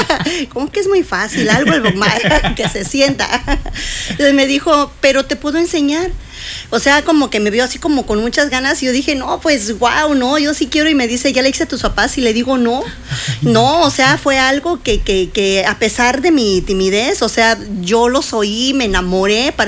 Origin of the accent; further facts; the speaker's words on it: Oaxaca, Mexico; Yo soy originaria de Oaxaca.